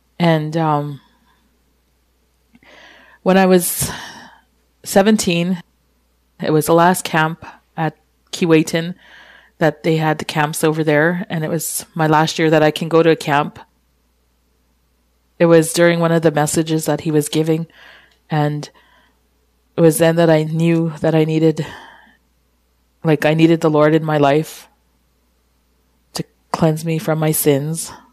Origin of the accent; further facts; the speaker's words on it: Kikino, Alberta, Canada; I grew up here in Kikino with my parents and two brothers and three sisters.